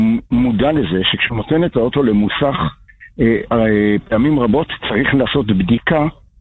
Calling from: Bnei Brak, Tel Aviv District, Israel; מבני ברק.

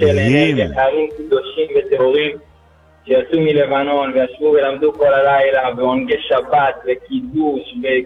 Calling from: Yad Binyamin, Central District, Israel; אני מיד בנימין, ליד גדרה, קריית מלאכי.

